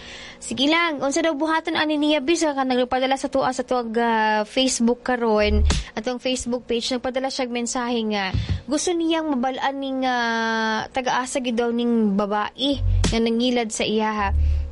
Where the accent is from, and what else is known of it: Western Visayas, Philippines